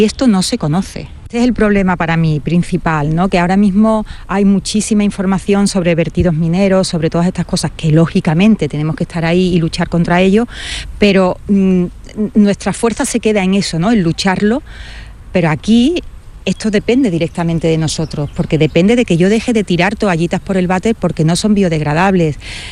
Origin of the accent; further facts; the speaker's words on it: Seville, Andalusia, Spain; yo soy de Sevilla